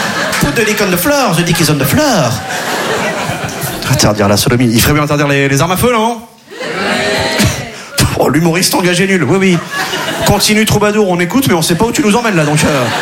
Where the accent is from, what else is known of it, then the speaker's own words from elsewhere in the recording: Quimperlé, Brittany, France; là d'où je viens, à Quimperlé, on n'avait pas les sports cool. On n'avait pas basket, hand-foot.